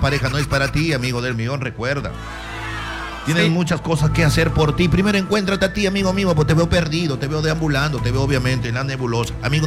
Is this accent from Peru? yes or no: yes; Peru; los peruanos somos más fuertes que nuestros problemas